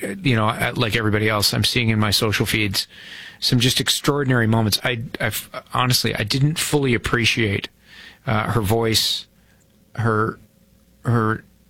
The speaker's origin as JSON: {"language": "English", "town": "Toronto", "region": "Ontario", "country": "Canada", "tie": "born or raised there", "said": "who I might have listened to when I was growing up in Toronto on CFNY"}